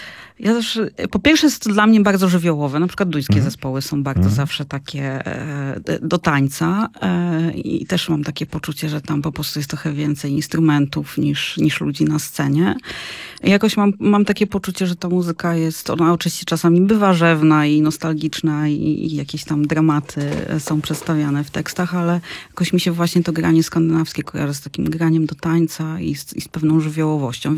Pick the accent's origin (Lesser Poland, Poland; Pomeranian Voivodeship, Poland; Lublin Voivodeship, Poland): Pomeranian Voivodeship, Poland; jestem też stąd, w sensie nie jestem kaszubką, ale jestem z Pomorza.